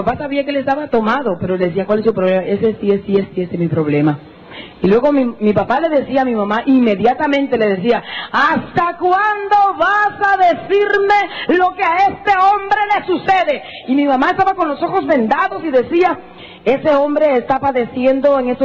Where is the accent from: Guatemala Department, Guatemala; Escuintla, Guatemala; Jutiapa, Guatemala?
Jutiapa, Guatemala; Porque yo soy de Jutiapa, soy de Oriente, y en Jutiapa, en Oriente, eso de payasos y de tonterías no nos gusta.